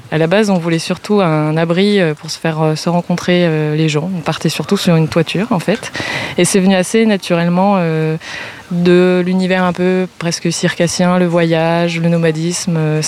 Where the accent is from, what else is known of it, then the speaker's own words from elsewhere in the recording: Grand Est, France; now in Nantes, France; je suis architecte, je viens de la région Champagne-Ardenne, installée à Nantes depuis quelques années